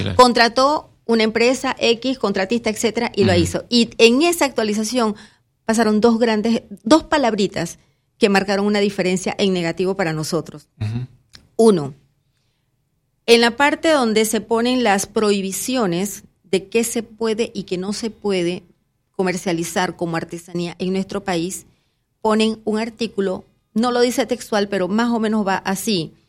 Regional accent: Panama

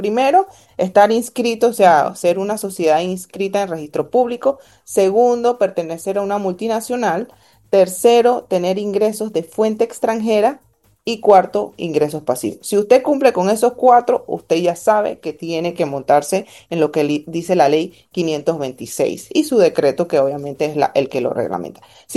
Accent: Panama; yo como panameña

